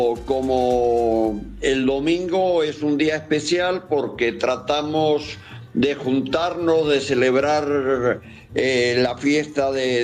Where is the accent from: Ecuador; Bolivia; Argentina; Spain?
Spain; Campo de Caso, Asturias; born there; como yo decía la otra vuelta que anduve por Campo de Caso, que es donde yo nací